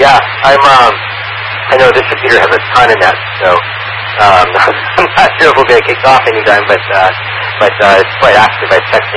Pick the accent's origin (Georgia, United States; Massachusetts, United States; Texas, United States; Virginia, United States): Massachusetts, United States; Boston; also born or lived in upstate New York / Los Angeles area / Bay Area; now in Seattle, United States; I grew up in the Boston area, hence the … went to school in upstate New York, and then lived in Los Angeles area for a bit, moved around to the Bay, and finally made my way up here.